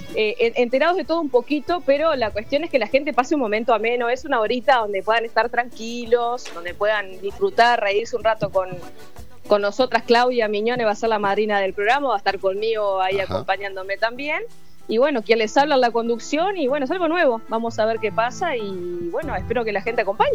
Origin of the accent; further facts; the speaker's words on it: Colonia del Sacramento, Colonia, Uruguay; estoy desde mi ciudad natal